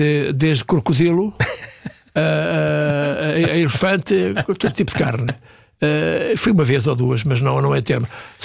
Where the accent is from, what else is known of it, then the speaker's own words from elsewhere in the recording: Guarda, Portugal; also born or lived in Mozambique; As saudades e para o Beirão, que eu sou da Guarda.